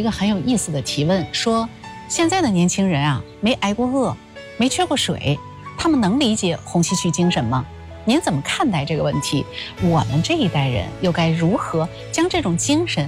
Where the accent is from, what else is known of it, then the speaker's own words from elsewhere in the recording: Henan, China; 咱们河南人啊